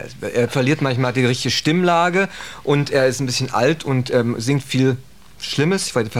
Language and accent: German; Austria; Das sagt man ganz einfach so als Österreicher.